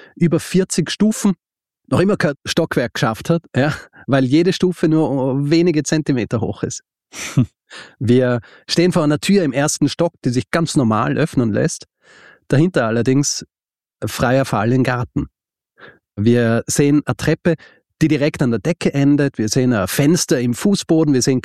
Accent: Austria; Genau, kein Radio, und ich bin Österreicher

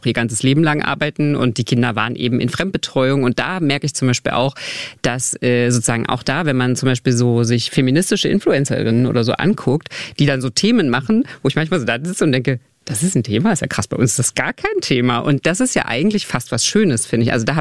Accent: Magdeburg, Saxony-Anhalt, Germany; Ich bin ja auch in Magdeburg groß geworden

